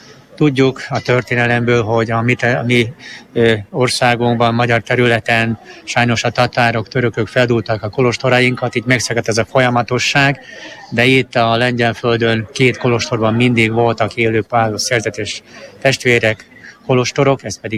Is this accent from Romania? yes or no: no; Felvidék, Slovakia; now in Márianosztra, Hungary; Felvidékről származom, tehát én onnét érkeztem magyar területre, magyar földre